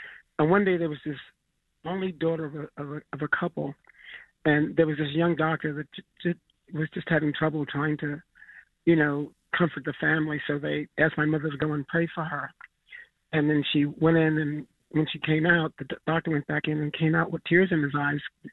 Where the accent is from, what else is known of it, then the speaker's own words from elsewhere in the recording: New York City, New York, United States; I grew up in Manhattan. We lived on 99th Street before they built Park West Village.